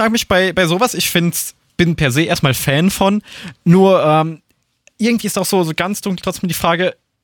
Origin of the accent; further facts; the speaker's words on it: Darmstadt, Hesse, Germany; ich komme direkt aus Darmstadt, aber jetzt nicht mehr direkt in Darmstadt dann leben, sondern aus dem Landkreis.